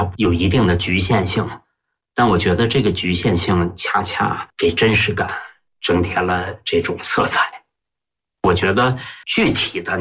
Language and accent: Chinese; Heilongjiang, China; 因为我本身是黑龙江人嘛